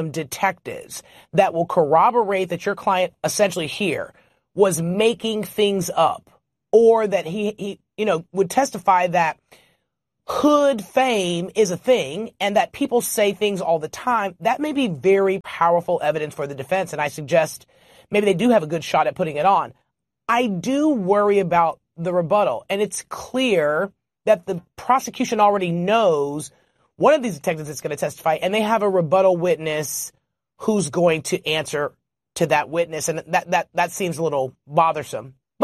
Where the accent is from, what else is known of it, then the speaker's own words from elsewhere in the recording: Texas, United States; I am from Texas